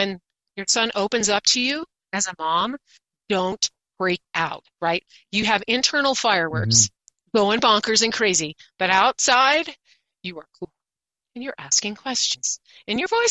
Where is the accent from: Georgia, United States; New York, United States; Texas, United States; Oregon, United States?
Oregon, United States; now in Boise, United States; I grew up in Oregon and didn't know that Idaho exists.